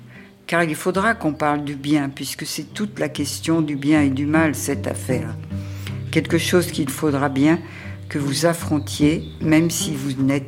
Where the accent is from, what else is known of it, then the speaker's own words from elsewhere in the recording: Berck, Hauts-de-France, France; Moi, je suis née pendant la guerre, tout était détruit autour de moi. Je suis née à Berck, et c'est les Anglais d'ailleurs qui bombardaient et qui ont cassé tout. Je vivais quand j'étais petite, au milieu des ruines, au milieu des mines